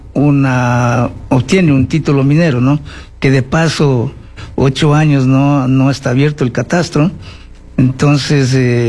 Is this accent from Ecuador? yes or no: yes; Ecuador; nuestro país Ecuador, como Colombia y Perú, Chile, estamos ubicados en la cordillera andina, somos parte de los Andes